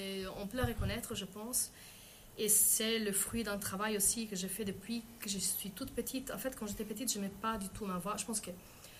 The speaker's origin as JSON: {"language": "French", "country": "France", "accent": "French", "said": "Et en plus, comme j'ai un accent français, qu'ils comprennent mieux aussi l'essence des paroles"}